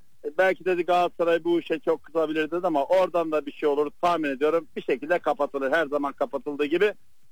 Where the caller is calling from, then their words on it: Istanbul, Turkey; ben İstanbul'dan.